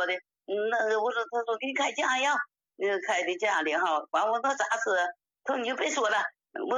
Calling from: Fushun, Liaoning, China; 我是来自辽宁抚顺的，

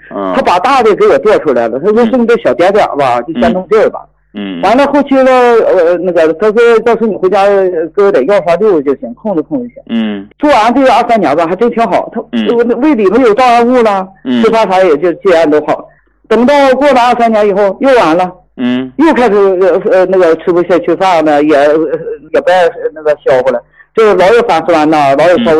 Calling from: Changchun, Jilin, China; 我家是长春的，我长春九台的，我今年58岁，

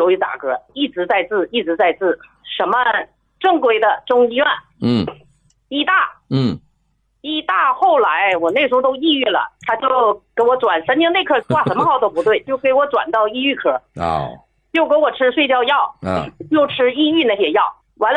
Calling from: Shenyang, Liaoning, China; 我今年67，我是沈阳人，

